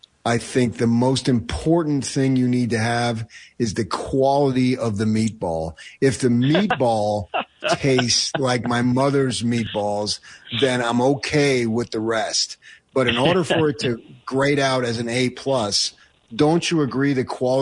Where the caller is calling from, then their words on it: New Jersey, United States; I'm from New Jersey. My mother, full-blood Italian, born and raised in West Orange.